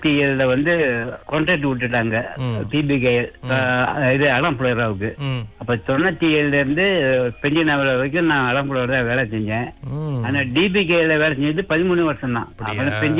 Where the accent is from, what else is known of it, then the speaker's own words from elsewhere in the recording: Selangor, Malaysia; பிறந்து வளர்ந்ததுல சிலைங்கூர் தான்.